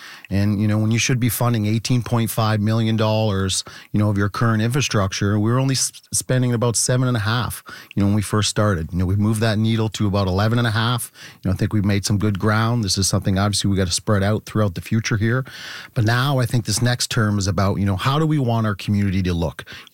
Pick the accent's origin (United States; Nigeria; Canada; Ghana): Canada; Kingsville, Ontario; you know, we grew up in Kingsville and, you know, Kingsville Public and KDHS grads.